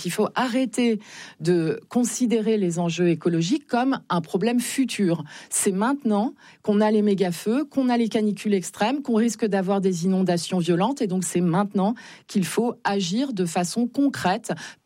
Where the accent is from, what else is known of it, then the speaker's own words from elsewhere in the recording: Nouvelle-Aquitaine, France; Moi, chez moi, en Deux-Sèvres, la courbe de la disparition des oiseaux et des insectes